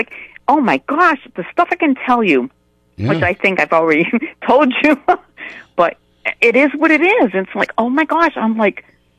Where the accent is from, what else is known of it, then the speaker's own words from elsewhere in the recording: Webster, Massachusetts, United States; Pertaining to Clara Barton, I'm from Webster, Mass., and I can't get any closer to Clara Barton's birthplace in Oxford, North Oxford, Mass.